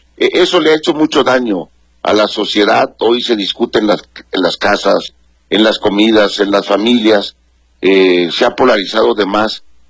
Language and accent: Spanish; Mexico; todos somos mexicanos